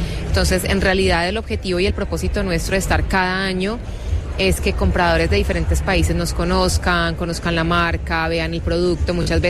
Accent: Cali, Valle del Cauca, Colombia; now in Bogotá, Colombia; Somos de Cali y me encantaba Bogotá y dije, lo visualicé, estuve en Bogotá feliz, 6 años

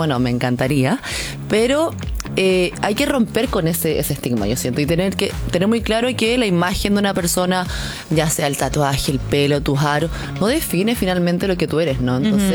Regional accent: Chile; Soy chilena, soy coreana. En verdad no soy tan coreana si estoy allá, pero acá andamos tan chilena.

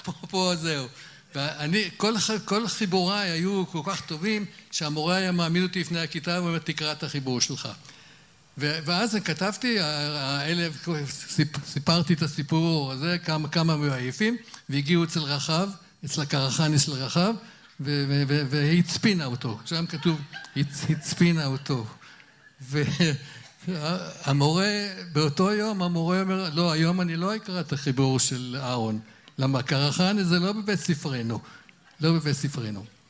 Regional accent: Rosh Pinna, Northern District, Israel; ואני נולדתי במושבה, נולדתי ממש בביתי

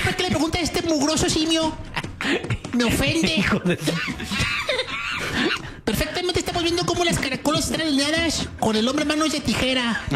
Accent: Tabasco, Mexico; now in Chicago, United States; Nosotros somos de Tabasco.

